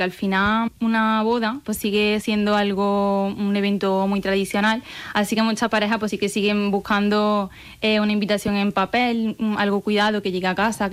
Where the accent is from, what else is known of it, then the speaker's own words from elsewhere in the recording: Priego de Córdoba, Andalusia, Spain; Yo soy de Priego de Córdoba y allí se lleva mucho el aceite de oliva.